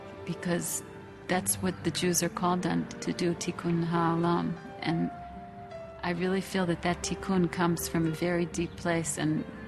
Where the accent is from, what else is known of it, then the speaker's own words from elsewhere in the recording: Long Island, New York, United States; moved away as an adult; also born or lived in Silver Spring, Maryland; now in Israel; I grew up on Long Island. I went to a public school. My elementary school was all Jewish.